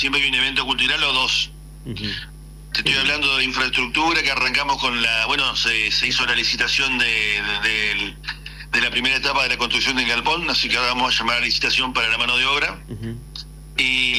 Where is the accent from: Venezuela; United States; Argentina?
Argentina